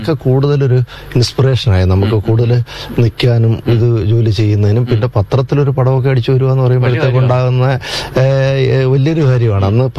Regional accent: Alappuzha district, Kerala, India; born there; also born or lived in Kollam; ഞാൻ ജനിച്ചത് ആലപ്പുഴ ജില്ലയിലാണ്. കരിമുളയ്ക്കലിനും ചാരുമൂടിനും ഇടയിലുള്ള ഒരു സ്ഥലമാണ് അവിടെ.

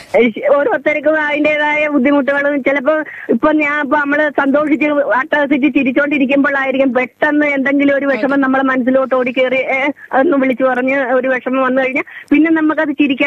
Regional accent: Kerala, India; moved away as an adult; ഞങ്ങളെ സ്ഥലം തൃക്കടോർ കുരിയപ്പുഴ.

